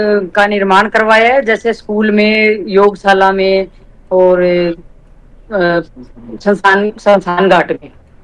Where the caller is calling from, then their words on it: Handikheda, Haryana, India; हमारा गांव सिरसा डिस्ट्रिक्ट में है और हमारे गांव की जनसंख्या है 1847 टोटल।